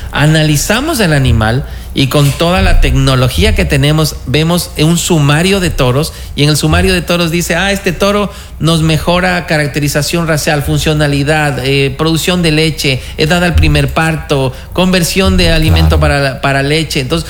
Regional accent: Ecuador; Nosotros como ecuatorianos

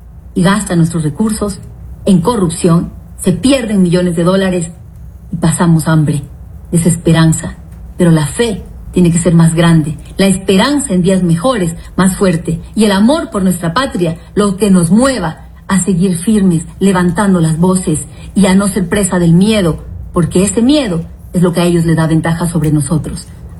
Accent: Ecuador

